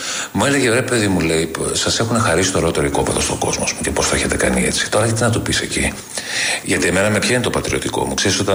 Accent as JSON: {"language": "Greek", "country": "Greece", "said": "Αλλά όταν είμαι εκτός Ελλάδος και κάποιος πάει να μου θίξει την πατρίδα μου, γίνομαι θηρίο."}